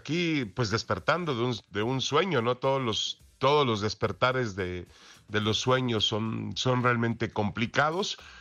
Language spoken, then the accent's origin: Spanish; Mexico; Nada iba a cambiar, si México es campeón del mundo, nada iba a cambiar en los muchos problemas que confrontamos los mexicanos todos los días, eso está claro, ¿no?